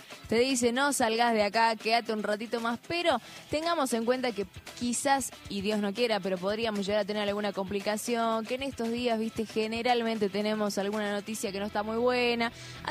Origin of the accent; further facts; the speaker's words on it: Argentina; uno como argentino, viste, tiene esta cuestión de que tenemos el capitán, somos los mejores.